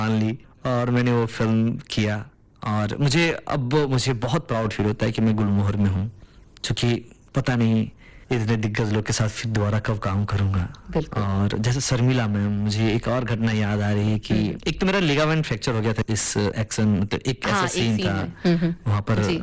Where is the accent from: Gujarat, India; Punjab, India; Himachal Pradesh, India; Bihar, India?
Bihar, India; मैंने कहा सर मैं तो बिहार से हूँ।